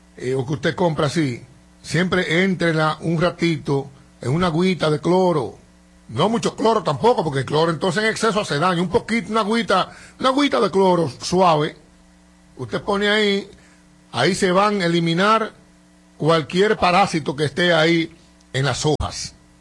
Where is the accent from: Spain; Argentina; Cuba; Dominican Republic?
Dominican Republic